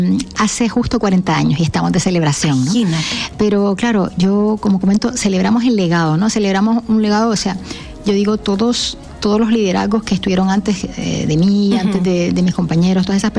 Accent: Canary Islands, Spain; now in Chile; porque sabes que yo soy de las Islas Canarias

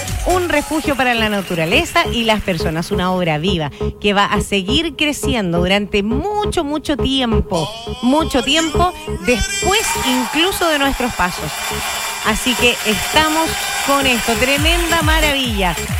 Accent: Osorno, Los Lagos, Chile; todos los osorninos somos responsables

